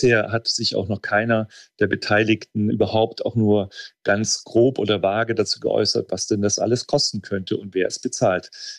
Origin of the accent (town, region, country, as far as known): Germany